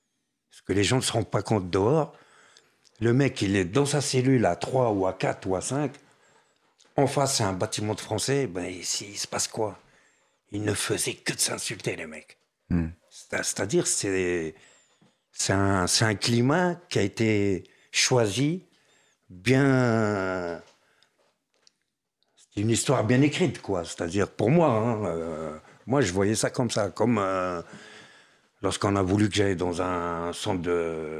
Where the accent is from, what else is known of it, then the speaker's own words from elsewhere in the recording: France; Mais monsieur, vous êtes tunisien. J'ai dit non, je suis français.